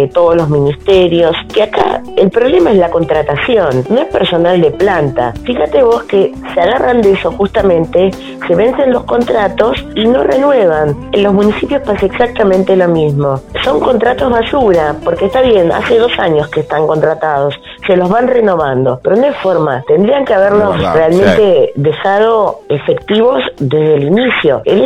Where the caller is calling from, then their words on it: Hurlingham, Buenos Aires Province, Argentina; de Hurlingham.